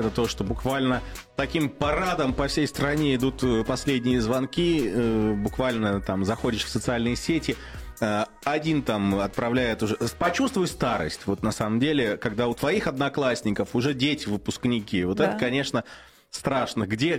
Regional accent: Udmurtia, Russia; я в школе учился в Удмуртии. У нас в классе было татары были, было много татар, русские были. Ну, я белорус был.

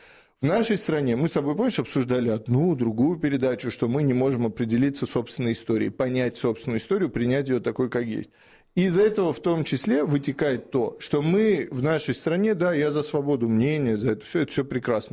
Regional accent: Russia; я вырос в России, в русской культуре

